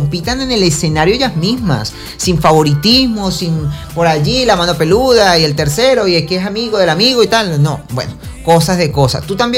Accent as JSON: {"language": "Spanish", "country": "Venezuela"}